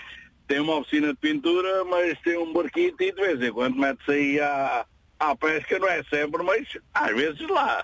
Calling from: Setúbal, Portugal; Da capital do Carrapão e da Sardinha.

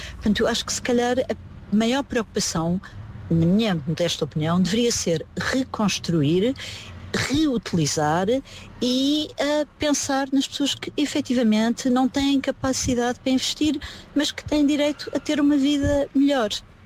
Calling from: Lisbon, Portugal; eu, como lisboeta

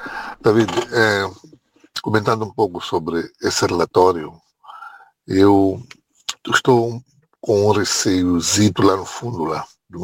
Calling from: Mozambique; Aqui em África

